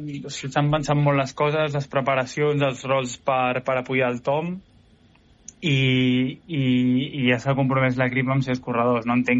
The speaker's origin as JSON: {"language": "Catalan", "town": "Barcelona", "region": "Catalonia", "country": "Spain", "said": "jo sóc de Barcelona, surt de casa meva"}